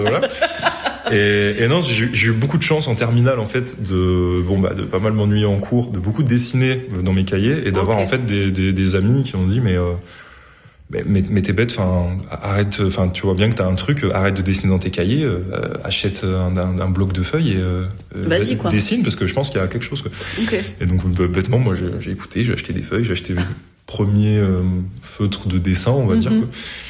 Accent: Montpellier, Occitanie, France; je viens de Montpellier, je suis un pur produit montpelliérain.

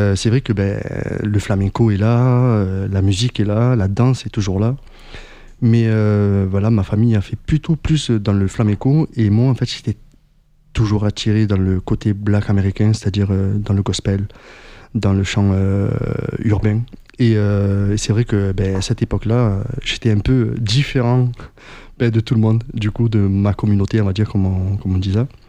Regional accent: Sète, Occitanie, France; Ben, en fait, moi, voilà, je viens de Sète. Et voilà, j'ai grandi toujours dans la musique.

